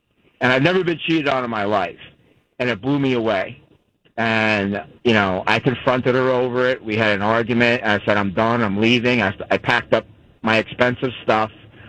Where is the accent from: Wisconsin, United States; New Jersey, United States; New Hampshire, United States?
New Jersey, United States; I grew up in New Jersey